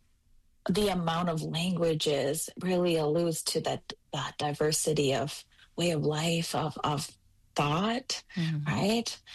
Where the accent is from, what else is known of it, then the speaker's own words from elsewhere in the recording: Wisconsin, United States; So I'm from the Lacoutere Nation in sort of northern central Wisconsin.